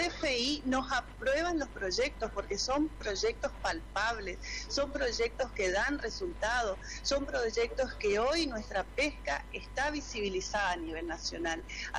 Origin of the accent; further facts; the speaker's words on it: Chaco, Argentina; Somos nosotros los chaqueños que tenemos que defender nuestra isla, nuestro maravilloso río Paraná